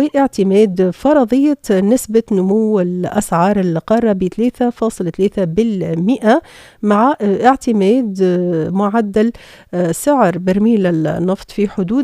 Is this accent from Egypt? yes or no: no; Tunisia; احنا توا عندنا في تونس